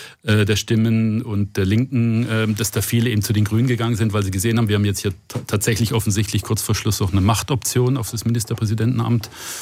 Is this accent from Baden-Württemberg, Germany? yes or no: yes; Stuttgart, Baden-Württemberg, Germany; War natürlich harte Zeiten im VfB-Land sozusagen, wo ich aufgewachsen bin als Werder-Fan.